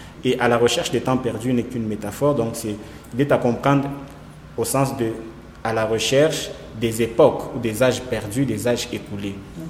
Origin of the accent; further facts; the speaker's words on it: Kolwezi, Lualaba, DR Congo; moved away as an adult; now in Lubumbashi, DR Congo; Et donc, je suis né à Kolwezi, j'ai grandi à Kolwezi. Et puis, en 2014, j'ai quitté Kolwezi, la laissant au statut de ville. Et je suis venu à Lubumbashi étudier.